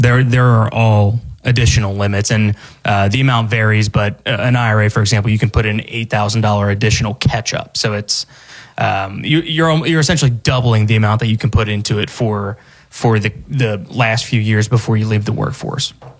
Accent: Ohio, United States; So I'm from Ohio. I am a Bengals fan.

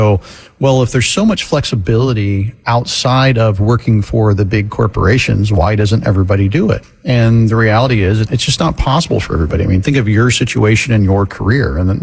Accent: Florida, United States; Well, yeah, I grew up in Florida.

